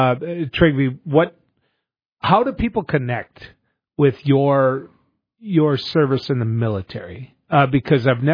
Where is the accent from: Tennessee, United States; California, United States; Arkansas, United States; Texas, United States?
Texas, United States; I'm not going to vote because I'm from Texas.